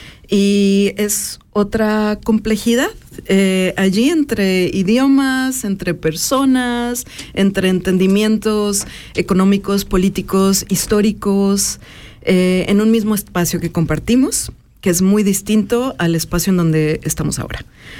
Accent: northern Mexico, Mexico; moved away as an adult; also born or lived in United States; now in Europe; Soy mexicana, soy de la frontera norte de México, frontera con Texas, una frontera que para las personas de Latinoamérica es también la frontera entre el sur global y el norte. Es una frontera bastante compleja

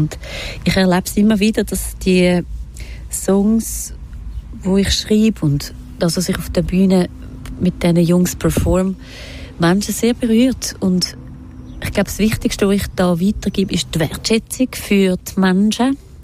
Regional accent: Winterthur, Zurich, Switzerland; Ich bin in Winterthur aufgewachsen. In einem Haus mit grossem Garten. Mit meiner Schwester zusammen. Das war ein Quartier, wo sehr viele Kinder waren.

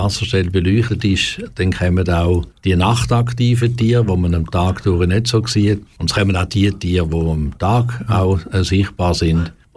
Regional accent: Romanshorn, Thurgau, Switzerland; also born or lived in Münsterlingen; now in Canton of Aargau, Switzerland; Also geboren bin ich im Kanton Thurgau in Münsterlingen und aufgewachsen in Romanshorn. Dort noch Ziegfröhren erlebt auf dem Bodensee und jetzt aber schon seit vielen Jahren im Kanton Aargau daheim.

